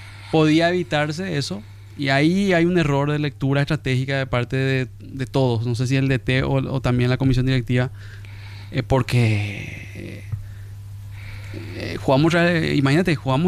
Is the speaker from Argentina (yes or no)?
no; Paraguay; Pero acá somos paraguayos